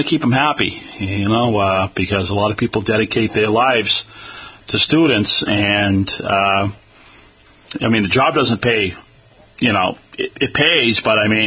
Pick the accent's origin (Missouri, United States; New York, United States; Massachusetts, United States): Massachusetts, United States; Quincy; I grew up in Quincy, so a little tough.